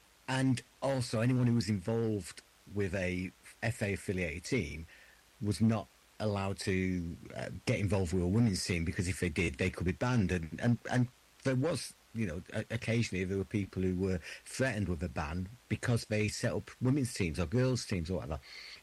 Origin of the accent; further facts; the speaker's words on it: Hyde, North West England, United Kingdom; also born or lived in Hattersley; And I'm, you know, I'm from Hyde originally and so on. But the stories are just remarkable. So I when I grew up, I lived on Hattersley. I spent the first sort of 18 years of my life living in Hattersley.